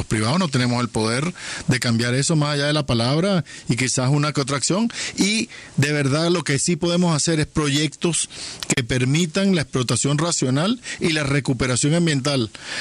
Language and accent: Spanish; Venezuela; Como venezolanos debemos estar avergonzados